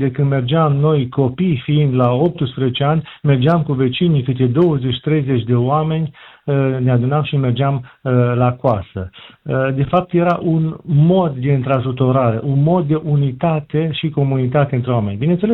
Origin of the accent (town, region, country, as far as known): Romania